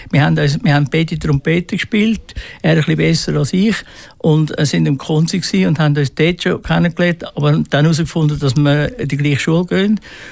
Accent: Aargau, Switzerland; Nein, aber ich bin ein Aargauer

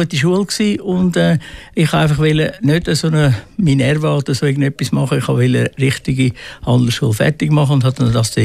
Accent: Zurich, Switzerland; also born or lived in Aarau, Aargau; Also ich bin Zürcher, in Zwiediken aufgewachsen wie du, aber ein bisschen mit Abstand. Und auch dort in die Schule gegangen

